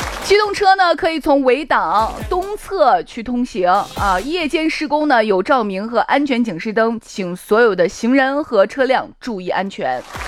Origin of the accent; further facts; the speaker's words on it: Chang'an County, Shaanxi, China; 大家好，我是来自长安县的